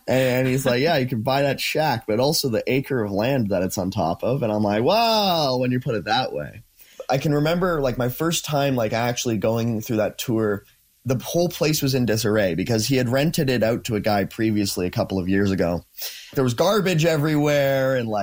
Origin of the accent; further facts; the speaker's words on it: Colehurst, Alberta, Canada; So I grew up in Colehurst, Alberta.